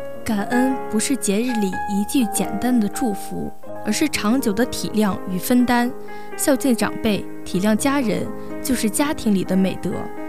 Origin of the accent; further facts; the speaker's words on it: Luanping, Hebei, China; 了解家乡历史，热爱我们的家乡滦平